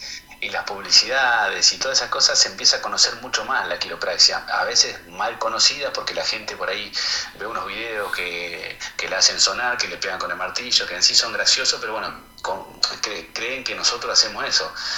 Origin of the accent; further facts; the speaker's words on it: Santa Fe, Argentina; moved away as an adult; now in Reconquista, Argentina; Yo estoy hace 14 años en Reconquista, yo soy de Santa Fe, tengo mi consultorio en Santa Fe, ahí en Reconquista.